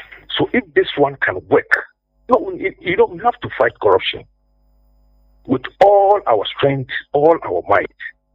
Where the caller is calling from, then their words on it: Addis Ababa, Ethiopia; I'm calling from Addis Ababa.